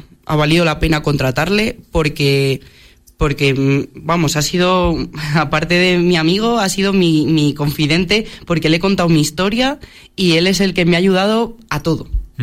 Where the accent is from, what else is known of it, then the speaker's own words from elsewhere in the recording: Pedrajas de San Esteban, Castile and León, Spain; born there; now in Medina del Campo, Spain; yo soy de Pedrajas de San Esteban, no soy nacida aquí, uh-huh, y he vivido allí muchos años.